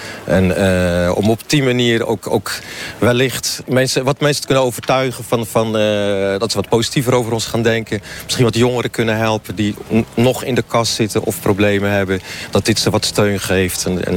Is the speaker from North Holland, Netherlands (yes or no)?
no; Zierikzee, Zeeland, Netherlands; Ik kom oorspronkelijk uit Zierikzee. Ik ben geboren en getogen